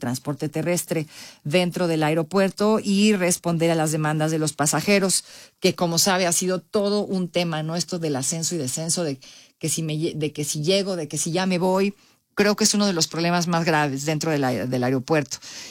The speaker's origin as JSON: {"language": "Spanish", "country": "Mexico", "said": "es latino, nosotros somos mexicanos, ¿no? Y los latinos somos de clima cálido."}